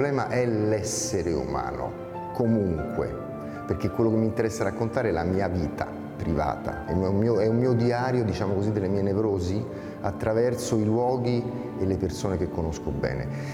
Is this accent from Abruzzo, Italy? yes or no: no; Rome, Lazio, Italy; È vero che sono romano, ma sono anche non romano